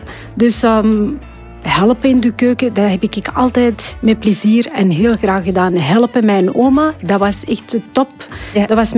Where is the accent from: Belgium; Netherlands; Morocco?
Morocco; Het is niet, want ik ben Marokkaans, ik ga dagelijks alleen tagine maken.